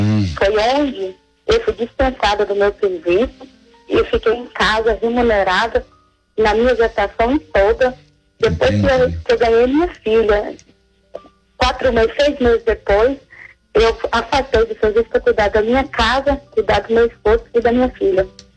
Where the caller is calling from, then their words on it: São José dos Campos, São Paulo, Brazil; Eu falo de São José dos Campos, São Paulo.